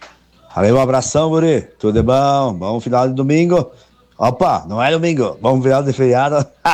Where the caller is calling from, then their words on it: Purã do Oeste, Brazil; Ô, garoto, sou aqui de Purã do Oeste.